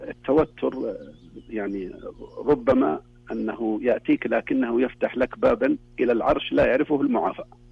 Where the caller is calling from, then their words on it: Bisha, Asir, Saudi Arabia